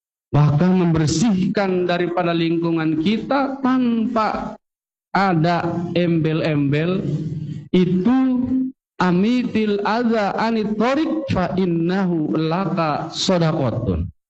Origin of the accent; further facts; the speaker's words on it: Sumatra, Indonesia; now in Serang, Indonesia; sekalipun kita ini orang Sumatera, ada di Serang, hidup di Serang, mata pencaharian di Serang